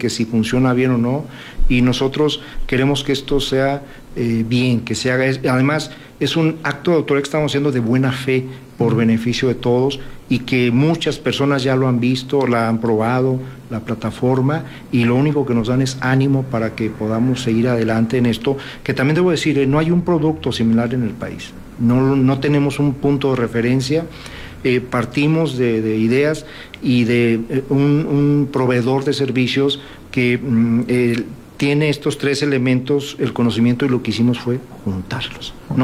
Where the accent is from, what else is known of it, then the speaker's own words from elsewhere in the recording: Durango, Mexico; Somos de aquí de Durango